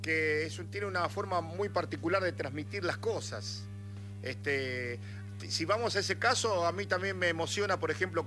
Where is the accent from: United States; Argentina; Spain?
Argentina; Campamento Vespucio, Salta; de Campamento Vespucio, Salta.